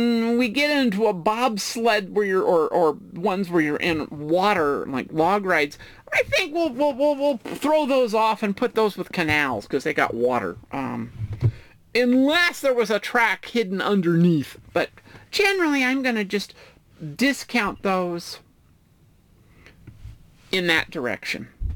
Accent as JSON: {"language": "English", "region": "New Mexico", "country": "United States", "moved": "yes", "said": "I'm from New Mexico originally"}